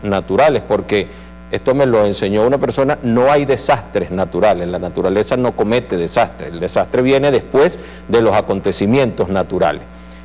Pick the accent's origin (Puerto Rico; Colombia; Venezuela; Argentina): Venezuela; como venezolano que me duele la situación que está pasando